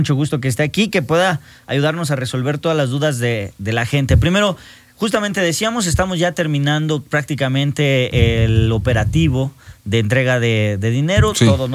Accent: Mexico; nos ha dado a los mexicanos

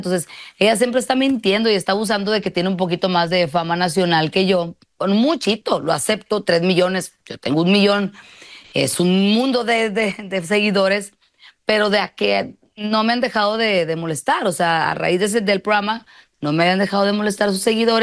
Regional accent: Monterrey, Nuevo León, Mexico; Porque soy de Monterrey. Por más rehabilitada que esté y por más cristiana que sea, ¿verdad? Soy rehabilitada y cristiana

